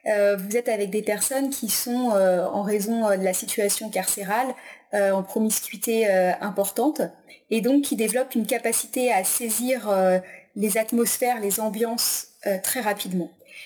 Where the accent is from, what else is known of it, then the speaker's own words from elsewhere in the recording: Brittany, France; now in Tours, France; Alors donc je suis de Bretagne, originaire de Bretagne, ma famille vit en Bretagne, donc j'ai fait mes études à l'université de Rennes.